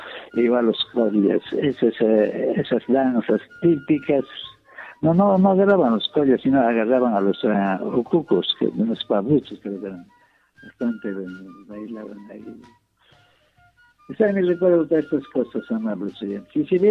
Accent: Paruro province, Cusco, Peru; Después el distrito de Pilpinto, en la provincia de Paruro, pero muy cerquita a mi tierra.

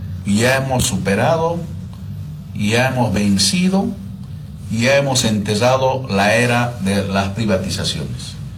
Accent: Bolivia; como un boliviano más.

